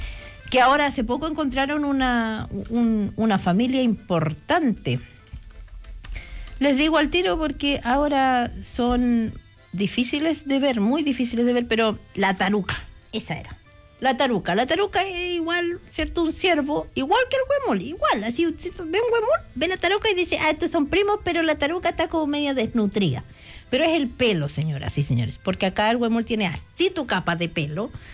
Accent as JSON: {"language": "Spanish", "country": "Chile", "said": "Claro, soy chileno"}